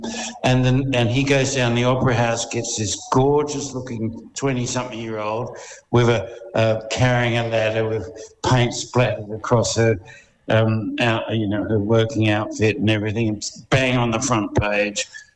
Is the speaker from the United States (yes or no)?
no; Sydney, New South Wales, Australia; No, I was from Sydney, so I was only down in Adelaide.